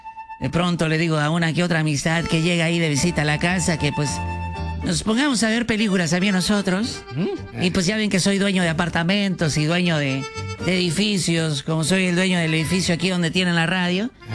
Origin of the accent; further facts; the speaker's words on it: Argentina; Ay, sí, pues allá en Argentina, de donde soy yo... Bueno, que yo soy italiano y soy argentino también.